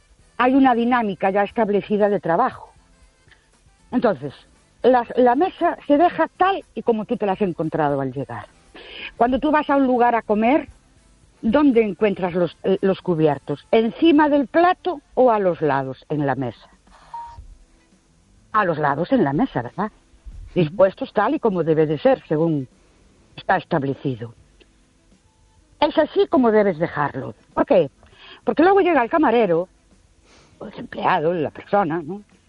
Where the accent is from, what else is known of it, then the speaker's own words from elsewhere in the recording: Ourense, Galicia, Spain; de Ourense otra vez.